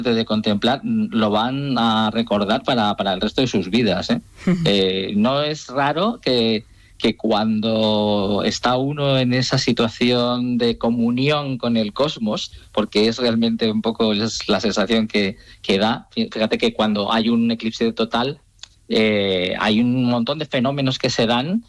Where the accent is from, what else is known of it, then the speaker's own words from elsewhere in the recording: Turmiel, Castilla-La Mancha, Spain; Bueno, yo en mi pueblo, como te decía antes, en Turmiel